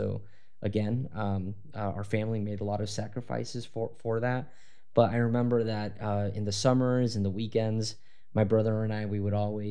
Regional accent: Forest Grove, Oregon, United States; also born or lived in Cornelius; a young Mexican American kid growing up in Cornelius and Forest Grove area.

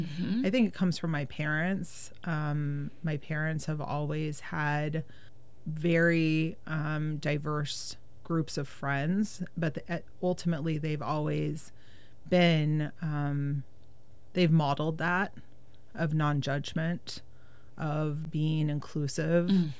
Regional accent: Silverton, Oregon, United States; now in Portland, United States; when I was growing up in Silverton, neighbors talked to neighbors.

